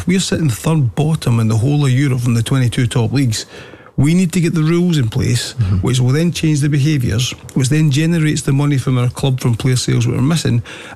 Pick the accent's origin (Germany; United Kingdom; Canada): United Kingdom; Scotland; because I'm a Scottish guy